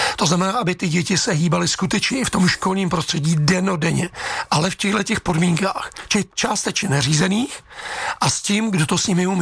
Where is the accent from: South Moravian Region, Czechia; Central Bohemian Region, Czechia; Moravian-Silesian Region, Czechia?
Central Bohemian Region, Czechia; Příbram; já jsem příbramák, jsem z Brd